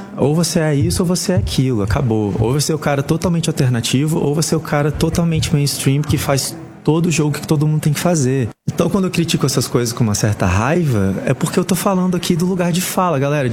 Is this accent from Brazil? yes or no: yes; Brazil